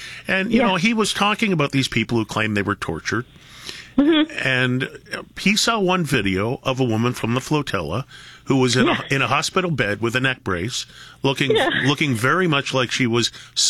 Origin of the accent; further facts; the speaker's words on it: Toronto, Ontario, Canada; I could not live in Toronto anymore, and it's my hometown.